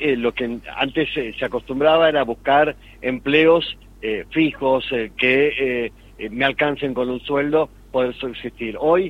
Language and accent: Spanish; Argentina; yo soy argentino y soy medio cómodo.